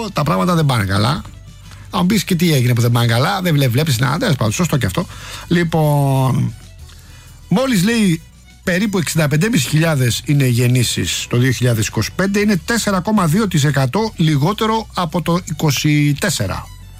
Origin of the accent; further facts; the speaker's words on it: Rafina, Attica, Greece; θα πάμε στη Ραφίνα αργότερα, την πατρίδα μου